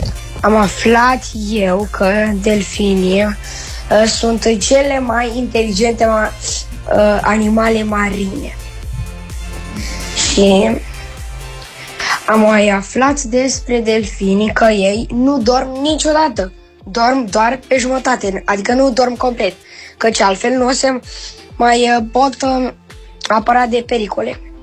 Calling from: Bucharest, Romania; din București și am 10 ani

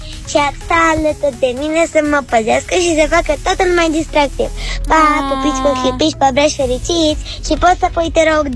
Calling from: Bucharest, Romania; din București. Am 8 ani

